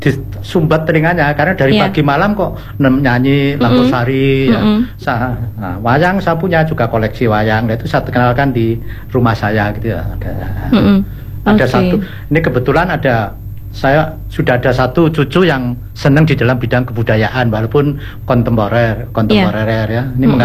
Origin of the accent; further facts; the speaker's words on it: Java, Indonesia; Kebetulan karena saya orang Jawa.